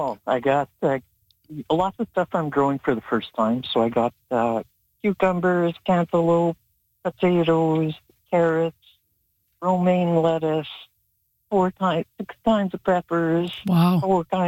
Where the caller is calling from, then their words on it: Manitoba, Canada; In the middle of nowhere. by McCreary, by St. Rose, Laurier.